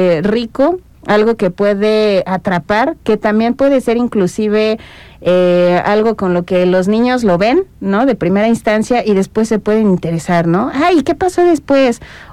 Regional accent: Mexico; ay, todos como mexicanos conocemos o la leyenda de la Llorona o lo de los nahuales, ¿no?

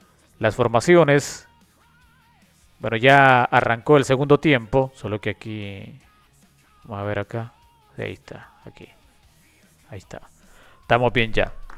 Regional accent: Honduras; Yo soy indio y soy hondureño.

